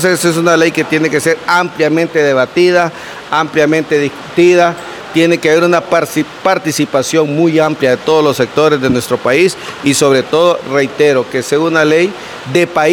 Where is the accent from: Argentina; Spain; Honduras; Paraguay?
Honduras; al final todos somos hondureños